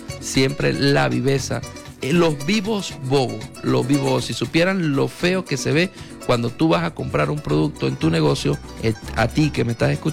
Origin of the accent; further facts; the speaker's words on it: El Vigía, Mérida, Venezuela; nosotros los propios vigías.